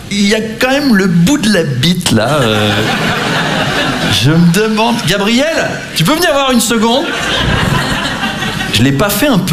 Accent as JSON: {"language": "French", "town": "Versailles", "region": "Île-de-France", "country": "France", "tie": "born or raised there", "said": "Moi, j'ai grandi à Versailles, hein, très très catholique comme environnement, et en fait, c'était plutôt cool."}